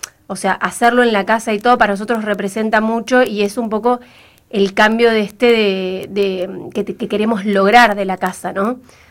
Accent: Río Gallegos, Santa Cruz, Argentina; also born or lived in Buenos Aires; soy de acá de Río Gallegos, fui estudiante en Buenos Aires.

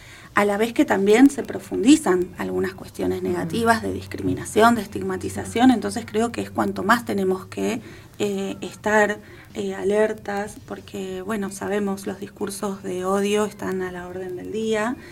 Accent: Argentina

